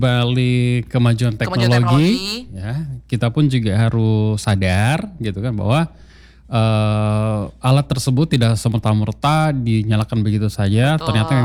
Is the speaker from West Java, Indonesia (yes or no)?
no; Toraja, South Sulawesi, Indonesia; moved away; kalau saya sih Toraja ya